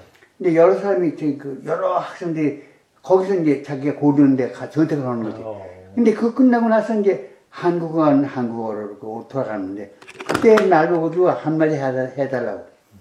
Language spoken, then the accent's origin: Korean; Seoul, South Korea; born there; 나 서울 태생인데